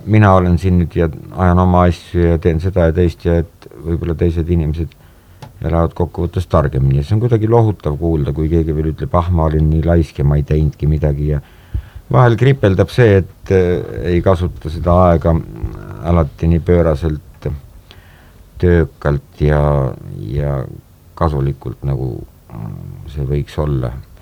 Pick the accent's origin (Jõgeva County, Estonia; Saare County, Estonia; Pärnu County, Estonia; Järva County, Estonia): Järva County, Estonia; Paide; Õieti hakkasin ma ikka mäletama asju oma lapsepõlves Paide linnas